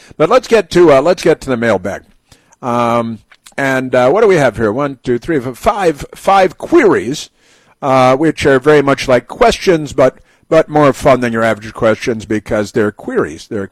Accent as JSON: {"language": "English", "town": "Chicago", "region": "Illinois", "country": "United States", "tie": "born or raised there", "said": "when I was a kid, growing up in Chicago, North Shore of Chicago, and my stepfather was tied to his whole family was tied to the Chicago Democrat political machine"}